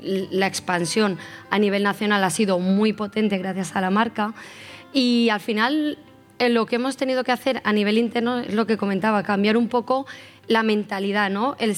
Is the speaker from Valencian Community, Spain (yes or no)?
yes; Alfaz del Pi, Valencian Community, Spain; Sí, soy de aquí. Soy